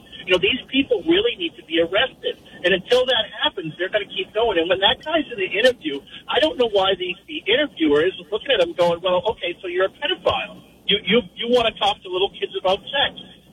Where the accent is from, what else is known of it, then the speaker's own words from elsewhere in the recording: Massachusetts, United States; growing up in Massachusetts and in inner city projects, I lived in D Street, eventually ended up in the Weymouth projects.